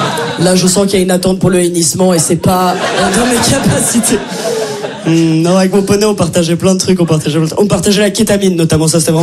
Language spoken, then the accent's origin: French; Brussels, Brussels-Capital Region, Belgium; accent: Brussels